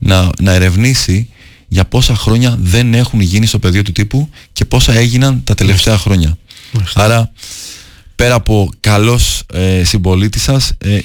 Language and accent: Greek; Athens, Attica, Greece; Μεγαλώσαμε στην Αθήνα. Αγαπάω πάρα πολύ τον τόπο μου στην Καβάλα.